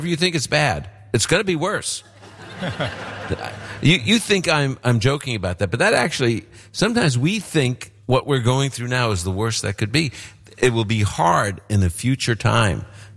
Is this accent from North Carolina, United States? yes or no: no; New York City, New York, United States; I'm from Brooklyn. Not many shepherds there, just saying.